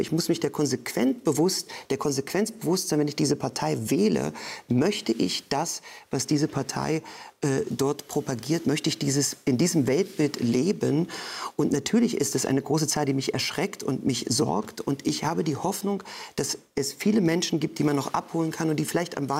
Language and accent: German; Magdeburg, Saxony-Anhalt, Germany; in einem Plattenbau groß geworden bin in Olvenstedt. Die Magdeburger und Magdeburgerinnen wissen das.